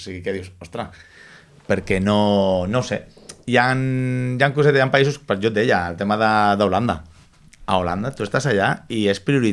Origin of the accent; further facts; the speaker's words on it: Granollers, Catalonia, Spain; Perquè jo soc de Granollers